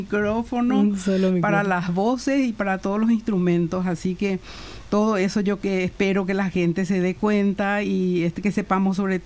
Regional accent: Paraguay; Soy paraguaya.

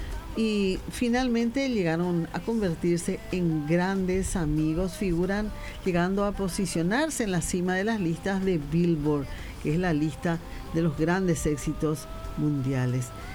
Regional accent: Paraguay; los herederos del legado guaraní, somos los paraguayos, únicos en el mundo.

